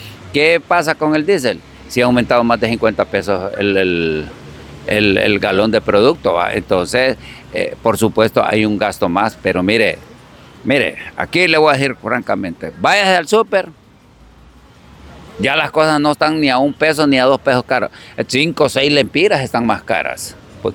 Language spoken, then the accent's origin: Spanish; Honduras; somos hondureños